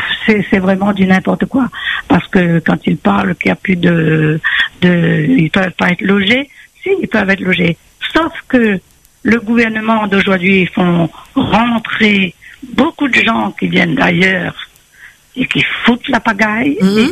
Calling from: France

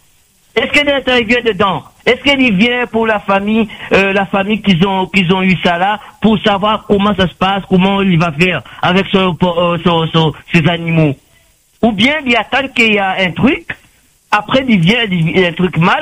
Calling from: Comoros; moi je suis comorien

